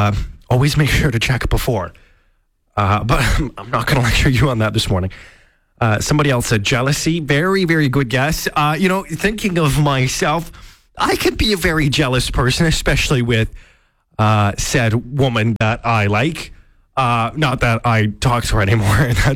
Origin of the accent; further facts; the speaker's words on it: Alberta, Canada; I'm from Alberta, so it might be a little bit, and especially from rural Alberta